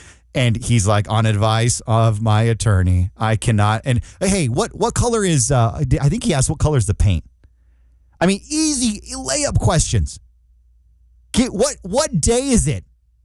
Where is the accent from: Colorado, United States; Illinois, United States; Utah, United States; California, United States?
California, United States; Again, I'm from Central California.